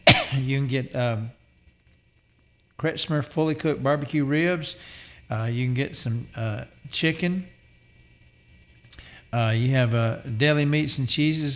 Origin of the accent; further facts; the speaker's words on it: Boaz, Alabama, United States; moved away as an adult; now in Sequatchie Valley, Tennessee, United States; My hometown is actually Boaz, Alabama. And I'm married up this way.